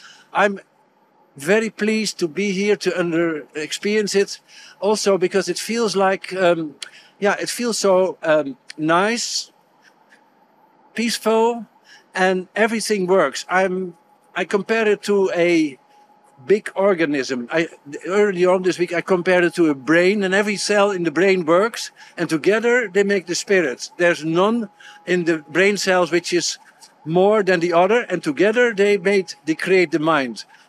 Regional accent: Amsterdam, North Holland, Netherlands; I'm from the Netherlands, Amsterdam, the capital.

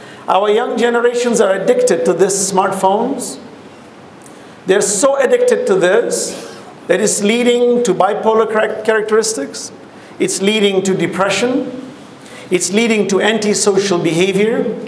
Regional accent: Dar es Salaam, Tanzania; born or raised there

